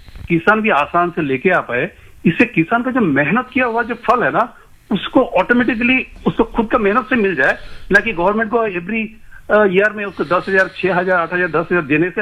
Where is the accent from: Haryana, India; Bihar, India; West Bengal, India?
West Bengal, India; now in Thane, India; और मेरा native place है वेस्ट बंगाल, जहाँ पे सिंगूर टाटा नैनो हुआ था।